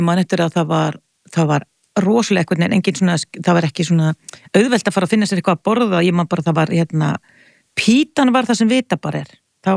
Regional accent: Hafnarfjörður, Capital Region, Iceland; moved away as an adult; reyndar alveg upp í Hafnarfirði, þannig ég var ekki daglegur gestur í borginni fyrir en ég var tvítu þegar ég flutt úr Hafnarfirði.

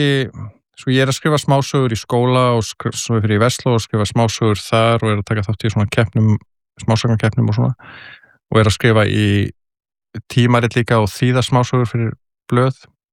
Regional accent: Kópavogur, Capital Region, Iceland; also born or lived in Reykjavík; Ég er alinn upp í Kópavogi til 13 ára aldurs í Hjallakverfinu og ég fætti svona reyndar í Reykjavík en ég man ekkert eftir því hérna fyrstu árunum en ég man bara eftir upphildi í Kópavogi

